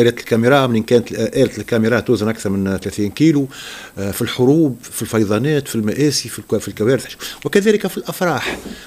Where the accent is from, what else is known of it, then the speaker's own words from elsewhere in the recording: Tunisia; تعنينا بشكل محلي كتونسيين